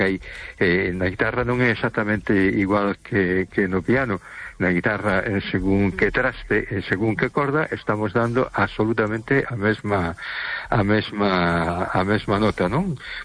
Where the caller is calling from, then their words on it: A Coruña, Galicia, Spain; de Coruña.